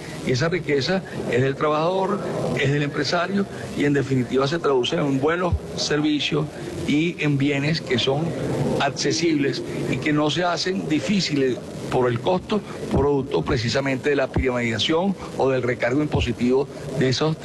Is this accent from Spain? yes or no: no; Venezuela; Somos venezolanos, somos usuarios, somos consumidores y estamos aquí y queremos un país con condiciones de desarrollo